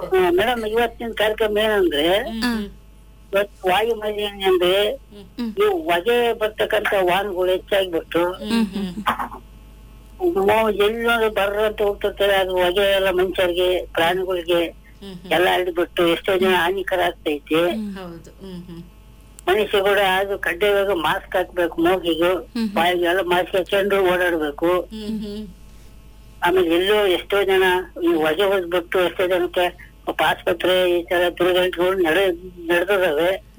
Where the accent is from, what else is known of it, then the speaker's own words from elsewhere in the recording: Hirekattigere, Karnataka, India; now in Chitradurga, India; ನಾವು ಚಿತ್ರದುರ್ಗ ಹಿರೇಕಟ್ಟಿಗೆರೆ ಗ್ರಾಮದಿಂದ ನಾವು ಸಿಟಿಯಲ್ಲಿ ಇಲ್ಲಿ ಚಿತ್ರದುರ್ಗದಲ್ಲಿ ಇದೀವಿ.